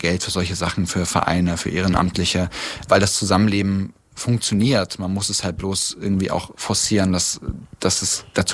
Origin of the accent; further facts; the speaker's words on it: Weißenfels, Saxony-Anhalt, Germany; wir nicht mehr sagen, wir sind aus Weißenfels bei Leipzig oder bei Halle, sondern sagen, wir sind aus Weißenfels